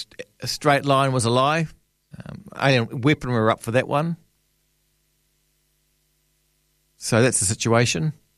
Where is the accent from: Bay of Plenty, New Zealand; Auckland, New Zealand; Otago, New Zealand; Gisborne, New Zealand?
Otago, New Zealand; Port Chalmers; moved away as an adult; I'm from Port Chalmers and went away to sea as an 18-year-old and joined a cargo ship in Japan.